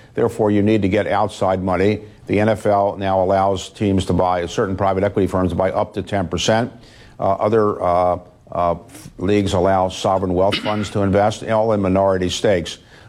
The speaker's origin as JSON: {"language": "English", "town": "Baltimore", "region": "Maryland", "country": "United States", "tie": "born or raised there", "said": "my hometown of Baltimore. Baltimore, when I was growing up, was a much bigger city, more vibrant."}